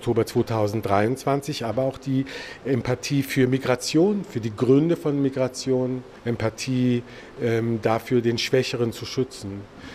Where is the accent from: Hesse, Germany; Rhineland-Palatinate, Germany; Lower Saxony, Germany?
Hesse, Germany; Frankfurt; für mich als Juden, für mich als Frankfurter, als Deutscher